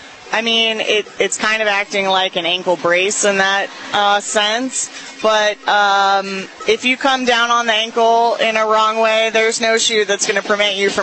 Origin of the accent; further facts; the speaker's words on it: Effingham, Illinois, United States; moved away as an adult; also born or lived in Seattle; now in Springfield, United States; I am from Effingham, Illinois, but I have Crossroads of America. I have been fortunate to call Springfield my home, though, for almost 10 years.